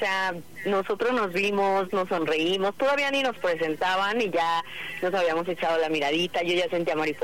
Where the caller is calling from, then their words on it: Tlalnepantla, State of Mexico, Mexico; Tengo 29 y soy de Tlanepantla.